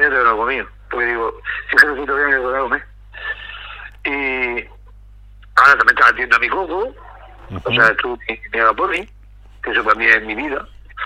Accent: Region of Murcia, Spain; Es a lo que vamos, que soy murciano

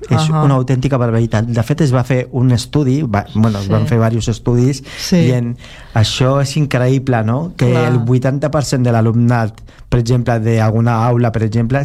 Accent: Barcelona, Catalonia, Spain; born there; jo vaig néixer a l'Hospital del Mar.

